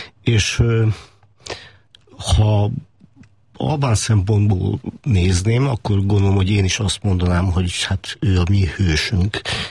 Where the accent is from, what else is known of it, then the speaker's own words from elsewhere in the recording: Vojvodina, Serbia; és ugye vajdasági magyar származású vagyok, a mi falunkba is érkeztek koszovói, albán